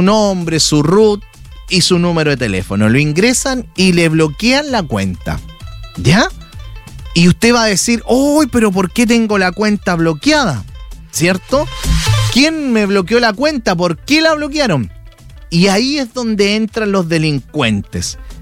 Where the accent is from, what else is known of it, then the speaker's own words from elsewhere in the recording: Chile; los cuales nosotros, como chilenos y como personas, tenemos que prevenir.